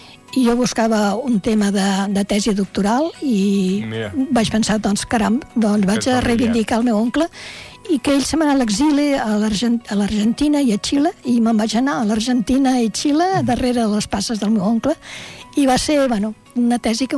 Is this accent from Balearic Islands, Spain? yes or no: no; Barcelona, Catalonia, Spain; born there; Jo vaig néixer a Barcelona, però després vaig anar a viure en una casa de pagès en què la gent rural no tenen especial amor als animals.